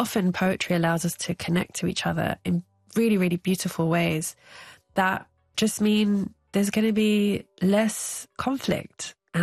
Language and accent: English; London, United Kingdom; For a long time, I grew up, as a Londoner.